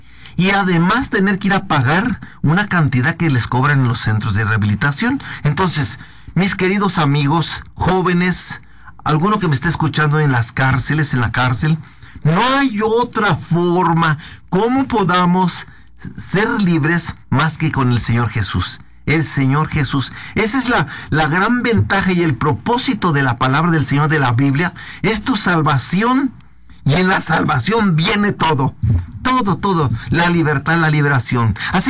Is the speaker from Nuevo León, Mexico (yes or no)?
no; Oaxaca, Mexico; born there; Pues yo vengo del estado de Oaxaca, de una zona dificilísima donde es puro desierto, nacimos en una montaña donde todo está seco, donde es muy dificilísimo.